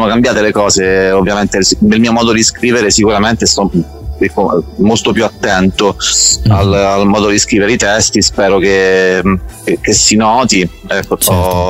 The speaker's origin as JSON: {"language": "Italian", "town": "Ascoli Piceno", "region": "Marche", "country": "Italy", "said": "Ma io sono di Ascoli Piceno, quindi la provincia che confina, delle Marche, che confina con l'Abruzzo."}